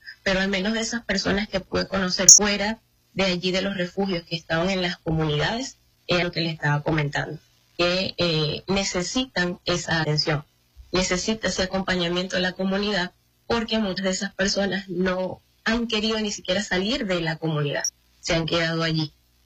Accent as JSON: {"language": "Spanish", "town": "Barquisimeto", "region": "Lara", "country": "Venezuela", "said": "mi trabajo como médico, soy de Barquisimeto, mi trabajo como médico no fue estando directamente en los centros de salud de La Guaira."}